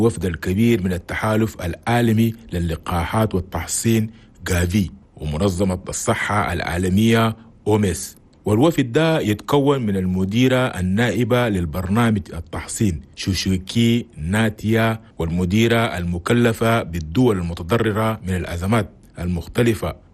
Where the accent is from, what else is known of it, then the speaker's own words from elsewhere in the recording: Chad; في بلدنا تشاد.